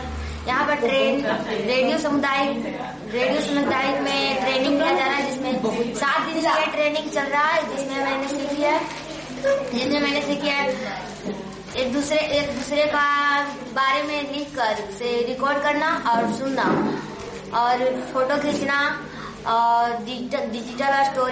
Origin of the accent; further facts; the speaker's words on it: Bihar, India; मैं कुम्हार बिहार से आई हूँ।